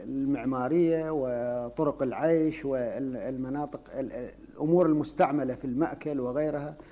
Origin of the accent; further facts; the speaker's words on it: Basra, Basra Governorate, Iraq; مناسب للبيئة في المناطق الحارة عندنا في البصرة أو في بغداد أو في أي مكان آخر